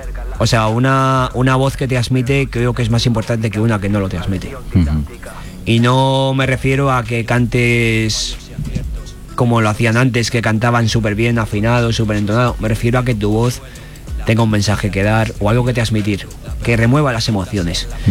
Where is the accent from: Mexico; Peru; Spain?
Spain; la cultura nuestra, tradicional de España, como la europea